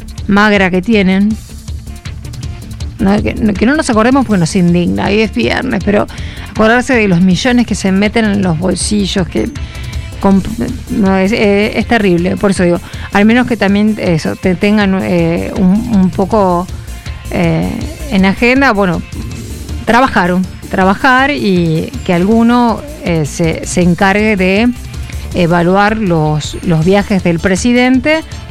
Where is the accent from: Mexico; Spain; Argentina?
Argentina